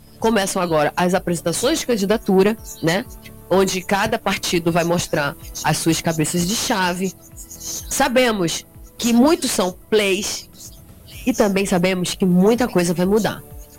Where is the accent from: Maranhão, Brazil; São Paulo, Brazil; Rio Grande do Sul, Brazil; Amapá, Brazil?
Amapá, Brazil; eu sou do Amapá, que é um lugar incrível